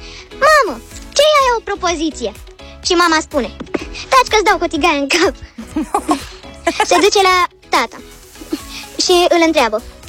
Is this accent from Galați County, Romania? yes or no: no; Bucharest, Romania; … din București. Am aproape 9 ani.